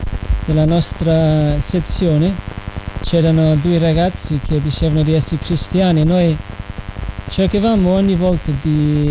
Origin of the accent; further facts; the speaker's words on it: London, United Kingdom; Italian is a second language; moved away; io sono cresciuto in Inghilterra, precisamente a Londra.